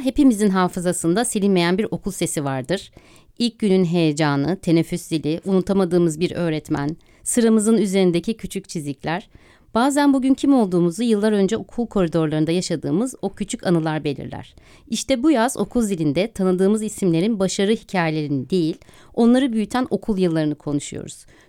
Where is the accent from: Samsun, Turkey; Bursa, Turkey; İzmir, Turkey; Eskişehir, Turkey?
İzmir, Turkey; moved away as an adult; also born or lived in Ankara; now in Istanbul, Turkey; İkimiz de İzmir'de okumuşuz, İzmirliyiz üniversiteye kadar. Sonra ikimiz de Ankara'da üniversiteyi okumuşuz. Sonra İstanbul'a göçmüşüz vesaire.